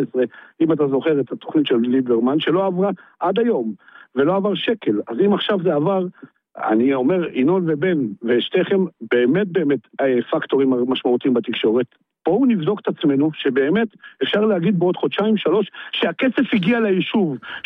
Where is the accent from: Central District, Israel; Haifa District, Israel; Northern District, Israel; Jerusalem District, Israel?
Northern District, Israel; Zar'it